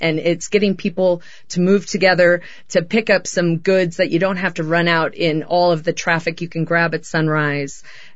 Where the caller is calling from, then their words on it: Park City, Utah, United States; I am calling in from Park City, Utah.